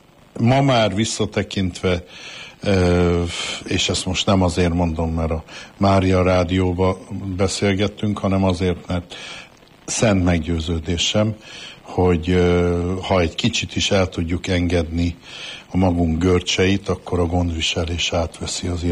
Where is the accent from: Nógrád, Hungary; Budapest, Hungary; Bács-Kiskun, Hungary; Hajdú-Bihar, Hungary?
Nógrád, Hungary; Erdőkürt; amikor már csak a határába ér Erdőkürtnek, az én szülőfalumnak, és aztán ott lenni, tényleg. Én úgy is nevezem, hogy az az én remete lakom, az én visszavonulási helyem